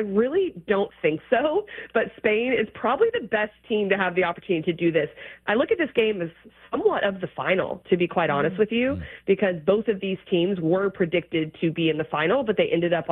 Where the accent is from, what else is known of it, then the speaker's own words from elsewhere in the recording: Dallas, Texas, United States; also born or lived in Colorado; I actually, by the time I started playing soccer, grew up in Dallas. I was born in Colorado, and I was lucky in Dallas because there was so many good local high-level teams